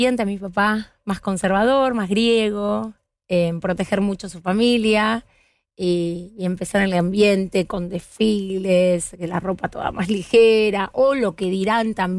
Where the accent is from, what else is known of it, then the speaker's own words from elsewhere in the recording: Argentina; Sí, soy argentina.